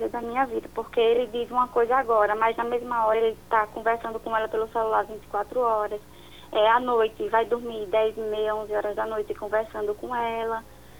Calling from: Sergipe, Brazil; Eu falo de Sergipe.

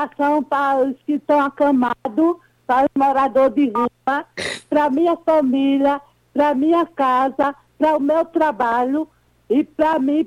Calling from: Maceió, Alagoas, Brazil; Eu falo aqui de Maceió, Alagoas.

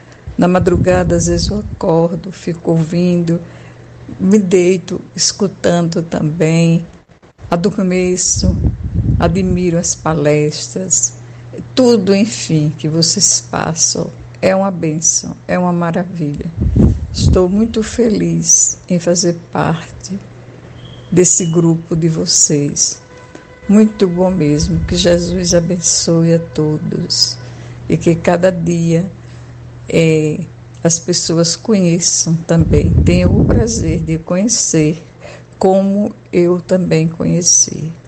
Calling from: Aracaju, Sergipe, Brazil; Eu sou aqui de Aracaju, Sergipe.

